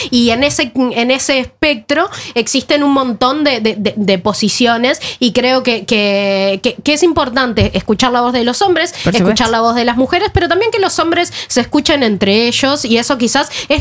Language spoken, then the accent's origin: Spanish; Uruguay; now in Norway; como latinoamericana siento que, y como uruguaya, siento que esta conversación en Uruguay era mucho más habitual, y que cuando llegué acá a Noruega eso no era así